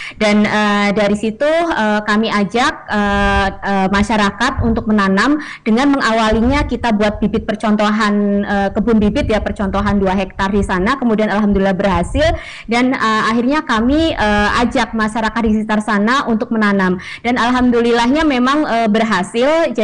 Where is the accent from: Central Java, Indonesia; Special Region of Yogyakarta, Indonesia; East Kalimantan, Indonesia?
Central Java, Indonesia; Brebes; born there; di sebuah desa di tanah kelahiran saya di Brebes